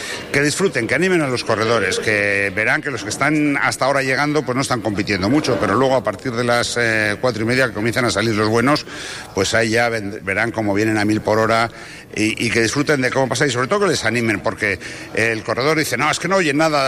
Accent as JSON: {"language": "Spanish", "town": "Bilbao", "region": "Basque Country", "country": "Spain", "said": "Bilbao, que hemos estado muchos años, que es mi tierra además"}